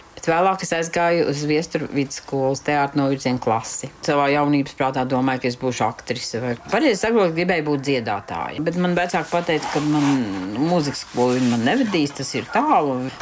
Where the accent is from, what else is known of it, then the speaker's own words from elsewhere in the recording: Limbaži parish, Lāde, Vidzeme, Latvia; Es arī esmu no Limbaža pagasta, no Lādes tāda vieta.